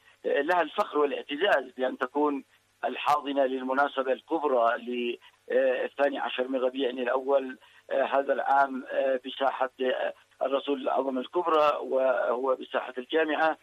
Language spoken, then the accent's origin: Arabic; Yemen; نعم، نحن أبناء اليمن لنا الصدارة والأولوية في أن نفخر بهذه المناسبة بإحيائها في جميع المحافل وفي جميع المناسبات